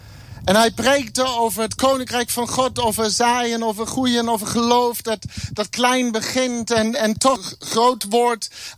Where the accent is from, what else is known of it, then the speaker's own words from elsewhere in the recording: Germany; Dutch is a second language; moved away as an adult; now in Netherlands; Ik kom oorspronkelijk uit Duitsland, maar dat heb je waarschijnlijk al gehoord.